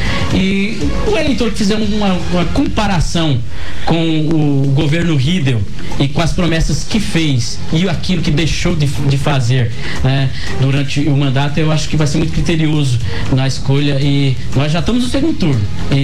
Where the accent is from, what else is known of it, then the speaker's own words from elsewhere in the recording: Batayporã, Mato Grosso do Sul, Brazil; born there; Eu nasci no Bairro da Festa, em Bateporã. Eu sou um falso nordestino, né?